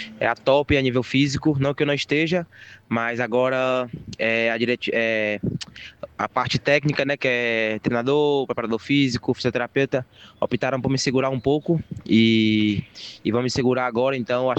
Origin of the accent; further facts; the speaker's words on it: Northeast Region, Brazil; also born or lived in Spain; Como acho que eu passei 4 anos ali na Espanha, eu acho que eu já me adaptei um pouco, né? Sou do Nordeste, ele é acostumado com o calor